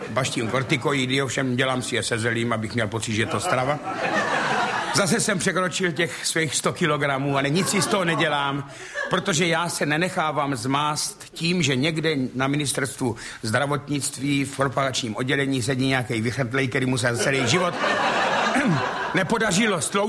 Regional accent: Moravia, Czechia; já jsem z Moravy a celá rodina jsme byli tlustý. Ale to byl zelinářský kraj

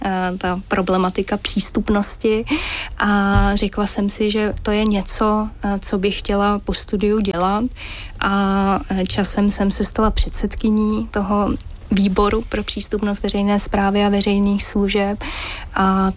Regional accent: Mělník, Central Bohemian Region, Czechia; když jsem jezdila mezi Mělníkem a Prahou, Prahou a Mělníkem, protože já jsem z Mělníka

